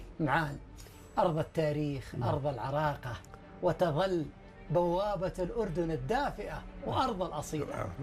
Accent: Medina, Medina Province, Saudi Arabia; أنا من المدينة المنورة.

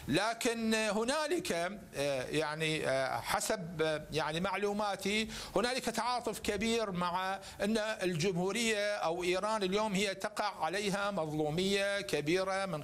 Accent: Iraq; أنا عراقي.

